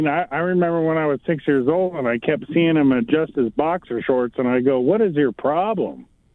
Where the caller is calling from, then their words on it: Longview, Washington, United States; I'm calling from Longview, Washington.